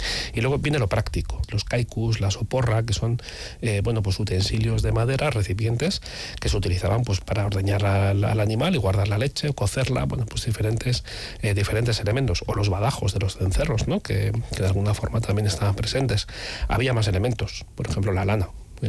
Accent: Basque Country, Spain; Claro, y aquí viene, ¿no?, nuestro propio carácter como pueblo vasco.

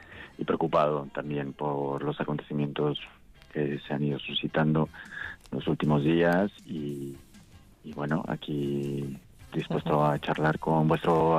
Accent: Mexico; now in Vitoria, Spain; Yo llegué de México, yo soy originario de México

